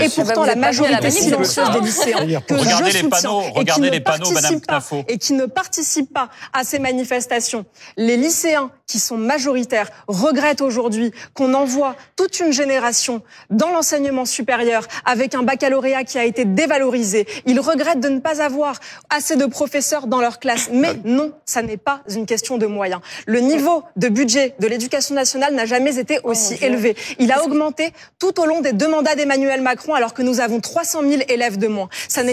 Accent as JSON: {"language": "French", "region": "Île-de-France", "country": "France", "tie": "born or raised there", "said": "Moi j'ai grandi en Seine-Saint-Denis, vous n'allez pas m'apprendre mon département"}